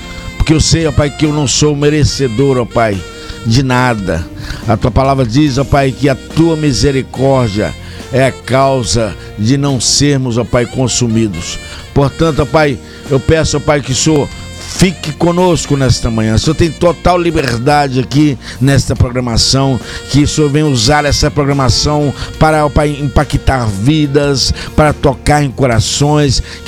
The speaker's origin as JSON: {"language": "Portuguese", "town": "Cachoeiro de Itapemirim", "region": "Espírito Santo", "country": "Brazil", "said": "Eu sou aqui da cidade de Cachoeira, Itapemirim, do estado do Espírito Santo."}